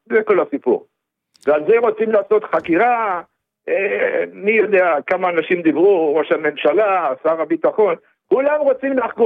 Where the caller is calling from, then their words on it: Central District, Israel; אני מהמרכז.